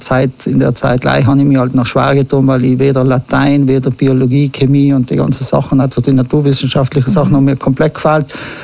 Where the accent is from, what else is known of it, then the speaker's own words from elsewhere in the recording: Martell, Trentino-Alto Adige, Italy; Ich bin im Martell drin aufgewachsen mit meiner Mama.